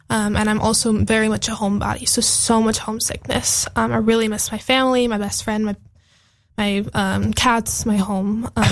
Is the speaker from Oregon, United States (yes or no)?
yes; Bend, Oregon, United States; born or raised there